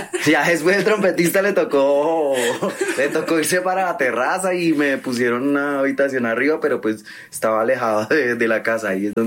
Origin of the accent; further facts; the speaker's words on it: Colombia; born there; una banda municipal con la que yo jugaba cuando niño en San Pedro.